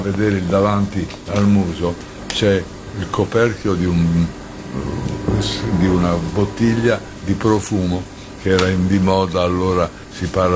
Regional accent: Bologna, Emilia-Romagna, Italy; also born or lived in Padua / Giulianova; a 2 anni sono andato a Bologna, è stato sempre Bologna e Giulianova

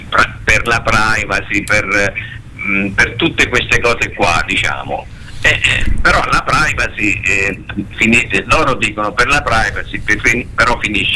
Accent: Tuscany, Italy; Ma io da buon toscano lo dico

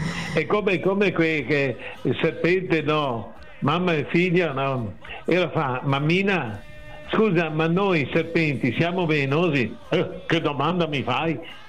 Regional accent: Priabona, Veneto, Italy; born there; io sono nato su uno a Priabona

